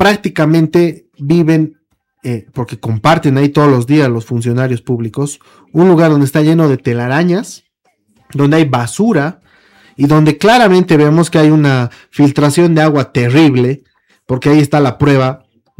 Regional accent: Bolivia; Esto es lo que nosotros recibimos como ciudadanos bolivianos, donde deberíamos sentar soberanía en una buena presencia.

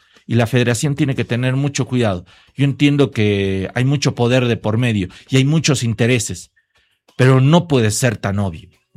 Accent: Bolivia; Somos todos bolivianos.

